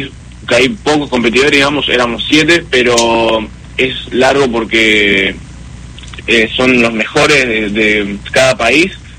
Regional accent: Santa Rosa, La Pampa, Argentina; moved away as an adult; now in Buenos Aires, Argentina; yo ahora actualmente estoy viviendo en Buenos Aires. Uh-huh. Nada, toda la preparación de cuando era más chico sí la estaba haciendo ahí en Santa Rosa, en mi hoyo

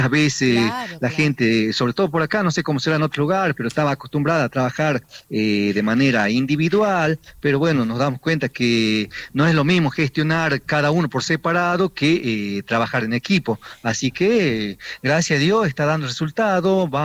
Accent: Payogasta, Salta, Argentina; No, somos de Payogasta. Todos productores agropecuarios del pueblo y ahí zonas aledañas de Payogasta.

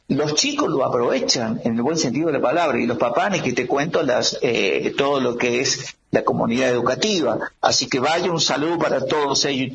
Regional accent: San Francisco del Monte de Oro, San Luis, Argentina; yo pertenezco, soy nacido y criado y formado en San Francisco del Monte de Oro

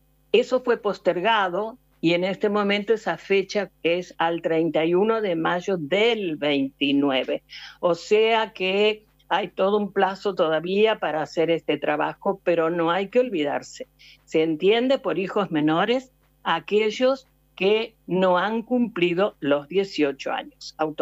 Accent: Argentina; así como lo hacemos en Argentina, siendo ciudadanos argentinos, tenemos que hacerlo también en Italia

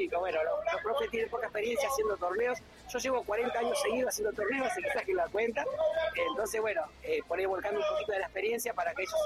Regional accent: Buenos Aires, Argentina; venimos de Buenos Aires, hemos venido con una delegación de muchos competidores

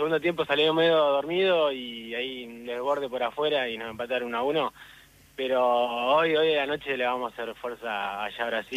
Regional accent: La Plata, Buenos Aires Province, Argentina; born there; moved away as an adult; now in Mar del Plata, Argentina; Soy hincha de Estudiantes, nací acá, pero me tuve que ir a Mar del Plata por trabajo y bueno, acá de nuevo me vine

